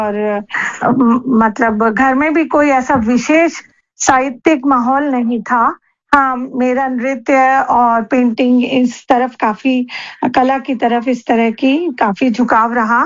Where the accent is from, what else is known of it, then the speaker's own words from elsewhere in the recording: Rajasthan, India; बचपन मेरा राजस्थान के अलग अलग शहरों में बीता, और बहुत ही कभी बड़ा शहर था, कभी हम छोटे शहर में गए, गांव में गए, तो कभी हमने खेत खलिहान देखे, तो कभी हमने शहर देखे